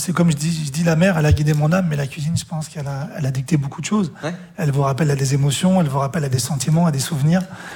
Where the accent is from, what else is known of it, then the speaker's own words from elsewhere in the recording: Pointe-Noire, Republic of the Congo; born there; moved away; Moi, je suis né à Pointe-Noire, à la clinique des Manguiers.